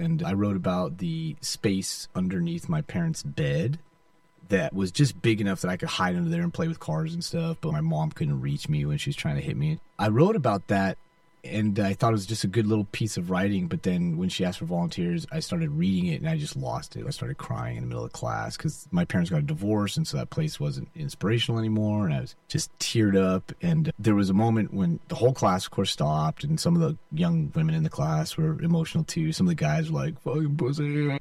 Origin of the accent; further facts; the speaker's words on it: Garden Grove, California, United States; also born or lived in Virgin Islands; actually born in the Virgin Islands. My dad was a teacher, and then they shipped me home after 6 months. We grew up in Garden Grove. We called it Garbage Grove.